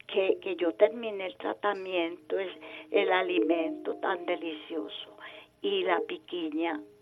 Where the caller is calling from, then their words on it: Caldas, Antioquia, Colombia; la llamo de Caldas, Antioquia.